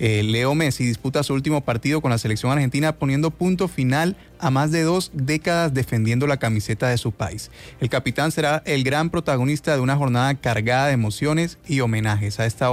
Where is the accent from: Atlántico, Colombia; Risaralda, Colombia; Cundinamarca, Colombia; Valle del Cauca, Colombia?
Atlántico, Colombia; Barranquilla; Nosotros nacimos aquí, somos barranquilleros.